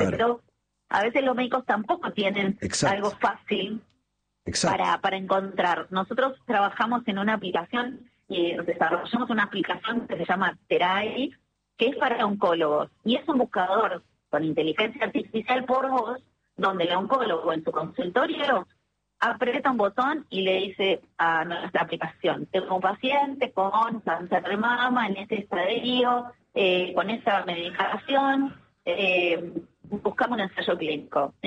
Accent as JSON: {"language": "Spanish", "town": "Mar del Plata", "region": "Buenos Aires Province", "country": "Argentina", "said": "Yo soy de Mar del Plata"}